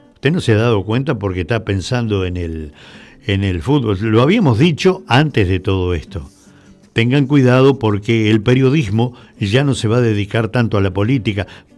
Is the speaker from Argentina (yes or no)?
yes; Argentina; somos argentinos